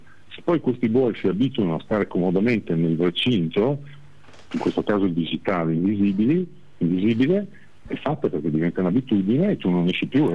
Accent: Veneto, Italy; parlavamo veneto, discutevamo di affari veneti, noi siamo veneti e rimarremo sempre veneti

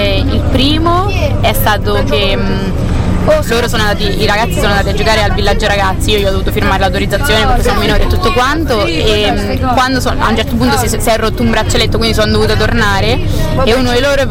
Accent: Macerata, Marche, Italy; now in Montecassiano, Italy; Di Macerata, cioè vivo a Montecassiano ma di Macerata.

